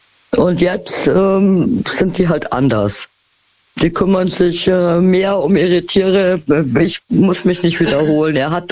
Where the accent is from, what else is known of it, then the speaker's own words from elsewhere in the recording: Munich, Bavaria, Germany; born there; Aber ich komme gebürtig aus München, ja?